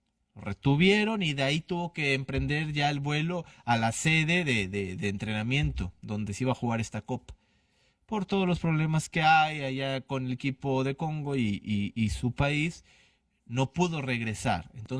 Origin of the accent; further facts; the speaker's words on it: Mexico; Evidentemente soy mexicano y mi equipo número uno va a ser la selección de México.